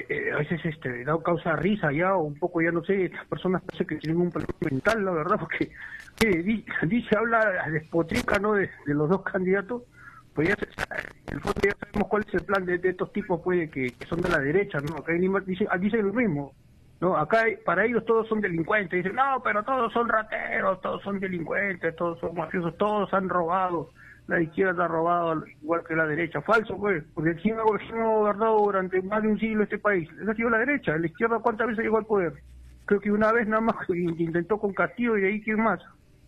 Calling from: Lima, Peru; Acá desde Lima … llamando.

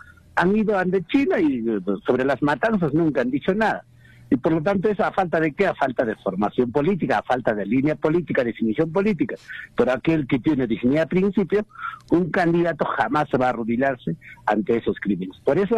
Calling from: Juliaca, Puno, Peru; de aquí de Juliaca.

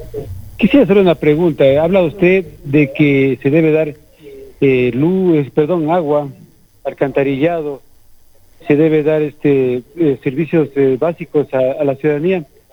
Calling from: Loja, Ecuador

